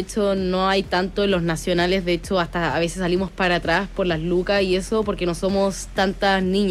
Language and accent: Spanish; Chile